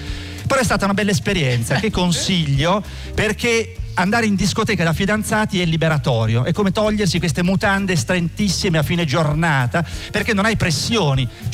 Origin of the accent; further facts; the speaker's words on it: Rimini, Emilia-Romagna, Italy; born there; sono nato a Rimini